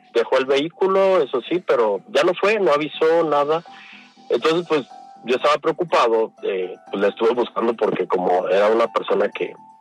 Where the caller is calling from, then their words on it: León, Guanajuato, Mexico; Buenas noches … de León, Guanajuato.